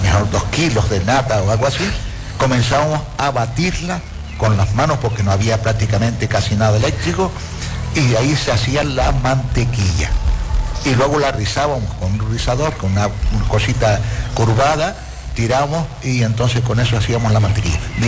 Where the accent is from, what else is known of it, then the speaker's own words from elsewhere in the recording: Canary Islands, Spain; Hombre, yo soy nacido en Gran Canaria.